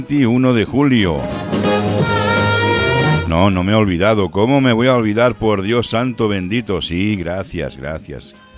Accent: Spain; España somos españoles.

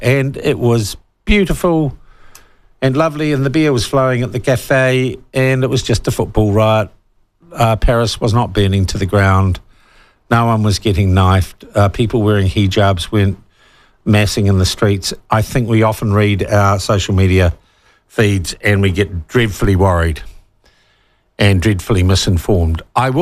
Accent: New Zealand; I'm a New Zealander.

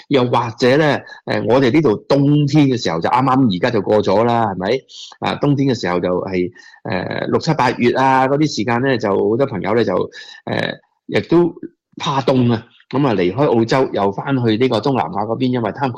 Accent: China; now in Australia; 睇下我哋中国人华夏历史周围嘅一啲唔同嘅历史文化嘅一啲景点啦

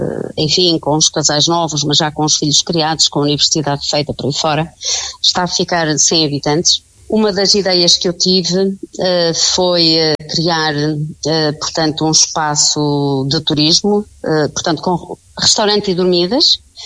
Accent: Veloso, North, Portugal; moved away; eu como oriunda da Serra de Montemuro, sou mesmo oriunda da aldeia de Veloso

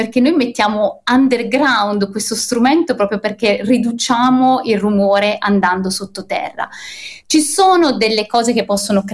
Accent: L'Aquila, Abruzzo, Italy; io vengo dall'Aquila, io lavoro al Gran Sasso Science Institute

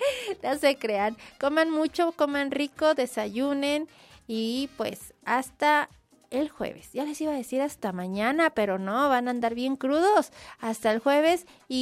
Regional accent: Mexico; a festejar que somos mexicanos y que tenemos un hermoso país.

